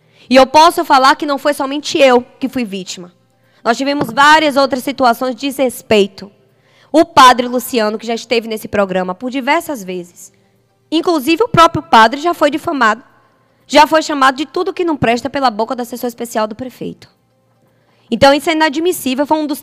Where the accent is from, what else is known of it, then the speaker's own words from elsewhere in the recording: Coração de Maria, Bahia, Brazil; born there; na cidade a qual eu pago meus impostos, na cidade a qual eu tenho história, tenho família, nasci no Hospital Ângelo Martins.